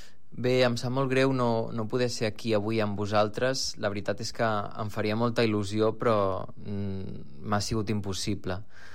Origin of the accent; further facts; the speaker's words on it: El Prat de Llobregat, Catalonia, Spain; sóc del Prat també